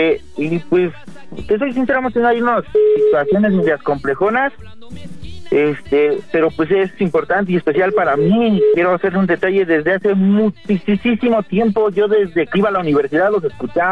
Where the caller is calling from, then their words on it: San José del Rincón, State of Mexico, Mexico; En el Estado de México, en un municipio que se llama San José del Rincón.